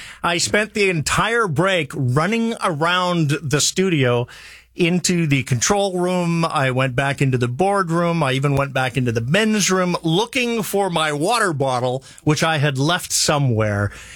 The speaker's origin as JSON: {"language": "English", "country": "Canada", "said": "We're Canadians. We generally follo"}